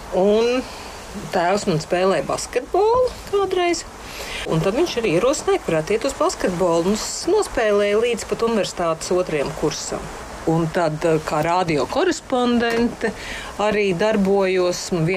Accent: Riga, Latvia; Es nāku no Rīgas centra, mācījos 50. Vidusskolā.

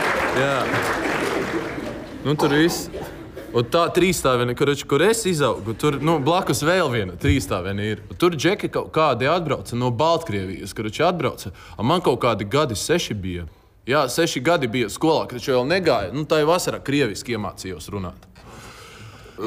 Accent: Alsiki, Alūksne Municipality, Latvia; Nu es no Alsikiem esmu. Alsiki visu aluks neapēt, tas gals, karači, īsti. Jūs, ka uz aluksim brauks, karači, ar Alsikiem, ka brauc, tur pretī auto ostē, tā trīstāva māja ir, ja? Es tur uzaugu.

